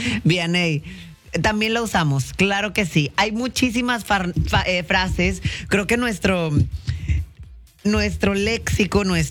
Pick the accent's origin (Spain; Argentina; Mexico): Mexico; como los mexicanos estamos en todas partes, hermana, los hispanos estamos en todas partes.